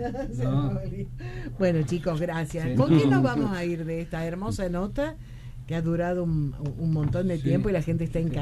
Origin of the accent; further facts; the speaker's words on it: Tucumán, Argentina; porque somos tucumanos